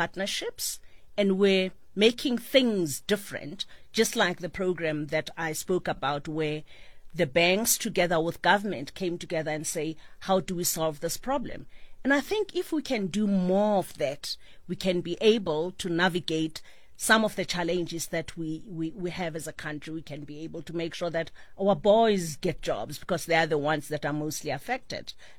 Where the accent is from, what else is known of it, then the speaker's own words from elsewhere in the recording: South Africa; I think our strength as a country is our people.